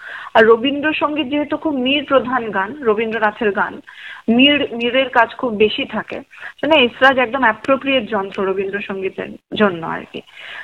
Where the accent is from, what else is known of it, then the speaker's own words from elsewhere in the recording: Bengal, India; যেহেতু আমি বাঙালি, তার উপরে ভারতীয়, তার উপরে আবার বাঙালি